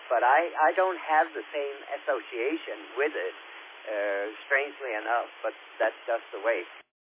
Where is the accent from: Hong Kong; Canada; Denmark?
Denmark; Copenhagen, Capital Region of Denmark; moved away as an adult; also born or lived in Folsom, California; now in United States; I'm born and raised in Copenhagen